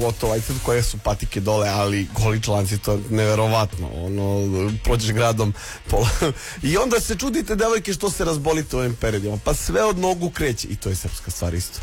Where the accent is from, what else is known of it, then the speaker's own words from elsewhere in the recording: Serbia; Dobro, na interesantan način smo se predstavili kao Srbi, a da ne kažemo da smo Srbi, nego po nekim, eto, navikama i običajima.